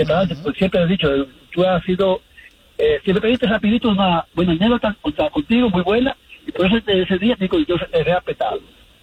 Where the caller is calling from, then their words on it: Queens, New York, United States; Queens, New York.